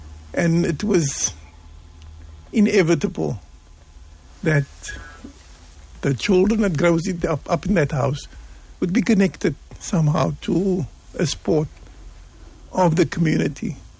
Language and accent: English; Cape Town, Western Cape, South Africa; having been born from Bull Cup, Cape Town parents, growing up in the Bull Cup, sport was part of the culture. And we used to play cricket on the cobblestones of the Bull Cup.